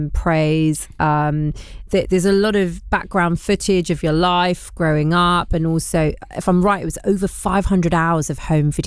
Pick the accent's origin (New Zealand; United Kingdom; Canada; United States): United Kingdom; London; I, as a Londoner